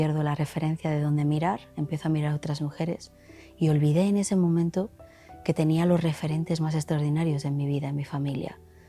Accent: Spain; born there; así es como me conocen, tengo 47 años, soy española, nací aquí en este hermoso país de España

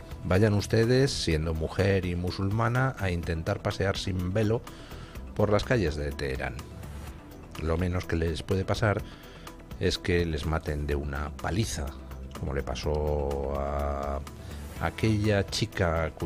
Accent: Spain

